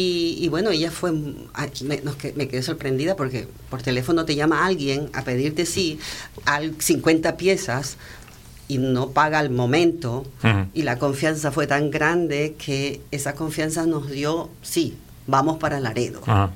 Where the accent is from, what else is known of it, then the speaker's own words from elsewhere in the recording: Ecuador; moved away as an adult; now in Germany; yo soy de Ecuador. Y vivo hace 38 años en Alemania.